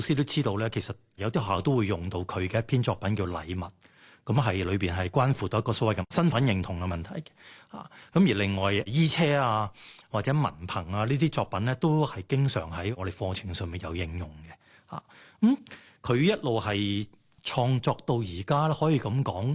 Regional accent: Hong Kong; 我們香港那種生活氣息和氣味

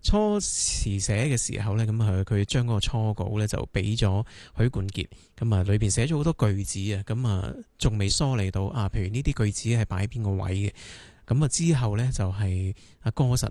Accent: Hong Kong; 我们香港人

